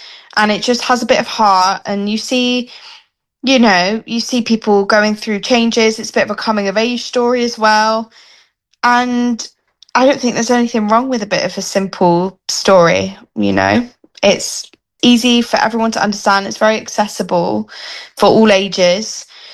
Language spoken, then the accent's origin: English; Bristol, South West England, United Kingdom; now in Wimbledon, United Kingdom; And I'm from Bristol. So that was lovely. I now live in Wimbledon.